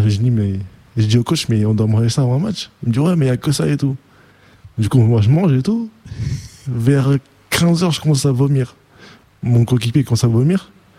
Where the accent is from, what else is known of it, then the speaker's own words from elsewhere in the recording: Spain; Donc je suis espagnol, moi.